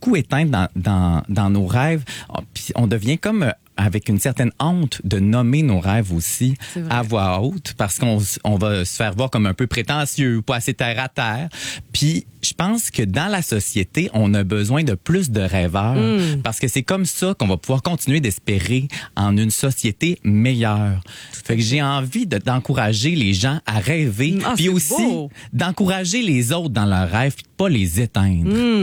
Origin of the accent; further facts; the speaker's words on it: Lac-Saint-Jean, Quebec, Canada; quand j'étais petit au Lac-Saint-Jean